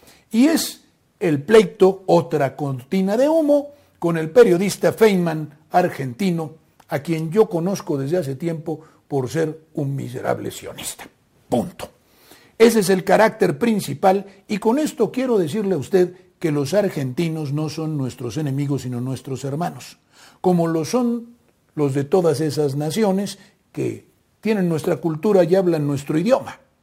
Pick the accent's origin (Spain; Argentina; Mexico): Mexico